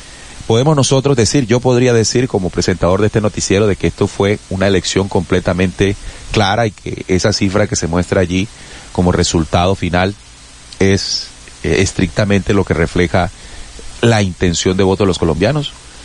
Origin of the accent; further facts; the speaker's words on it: Colombia; Y uno como colombiano comienza a ver